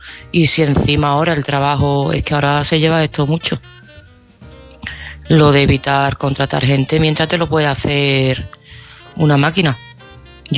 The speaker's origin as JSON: {"language": "Spanish", "town": "Seville", "region": "Andalusia", "country": "Spain", "said": "de Sevilla y este mensaje va para Víctor."}